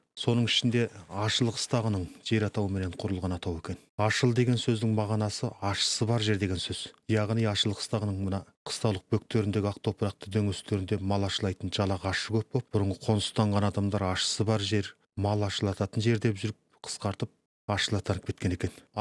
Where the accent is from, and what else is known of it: Xinjiang, China; born or raised there